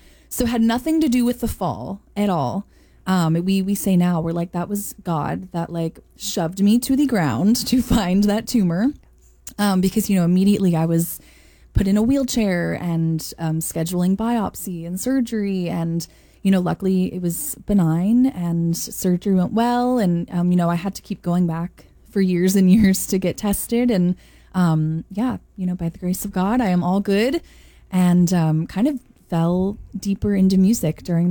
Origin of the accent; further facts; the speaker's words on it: St. Louis, Missouri, United States; I grew up in St. Louis, Missouri.